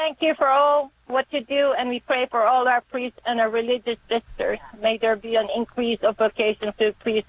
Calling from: Hyde Park, New York, United States; I'm a first-time caller. I'm calling from Hyde Park.

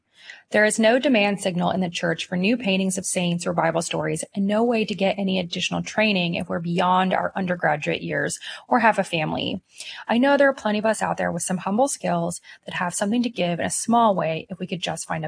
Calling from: Jacksonville, Florida, United States; from Jacksonville, Florida

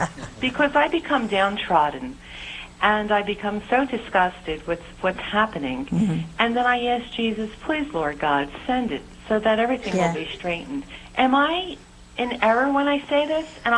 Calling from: New Jersey, United States; New Jersey.

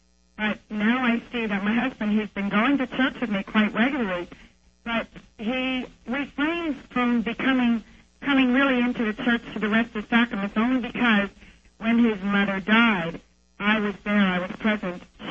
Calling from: Stewartsville, New Jersey, United States; And I'm from Stuartsville, New Jersey.

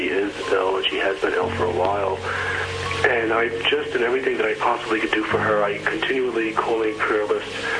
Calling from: New Jersey, United States; Hello, Mother Angelica. … I'm calling from New Jersey.

